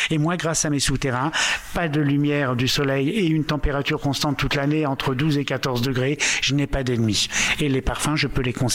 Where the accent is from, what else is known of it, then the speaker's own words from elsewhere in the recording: Belgium; also born or lived in France; Mais j'ai passé plus de temps de ma vie en Belgique, donc je suis belge et français.